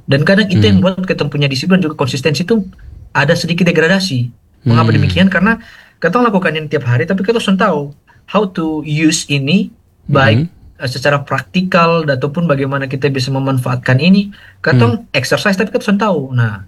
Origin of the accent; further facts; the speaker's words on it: East Nusa Tenggara, Indonesia; saya dari NTT.